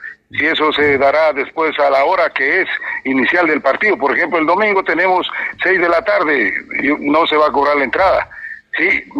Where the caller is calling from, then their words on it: Ecuador; Todos somos ecuatorianos